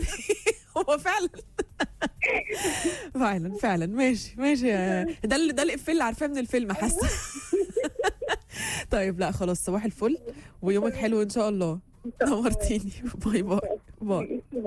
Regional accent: Egypt; لينا كلنا كمصريين،

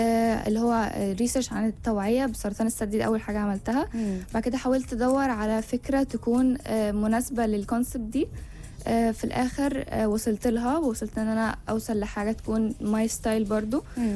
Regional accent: Egypt; وانا بس من مصر.

